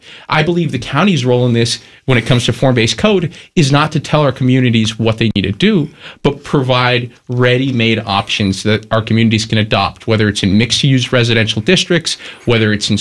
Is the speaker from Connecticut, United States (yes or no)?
no; Cape Cod, Massachusetts, United States; when I was born on Cape Cod in the year 2000